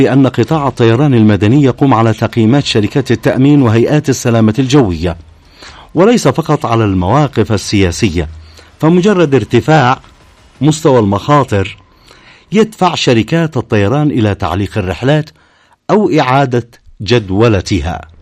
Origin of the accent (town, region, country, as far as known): Yemen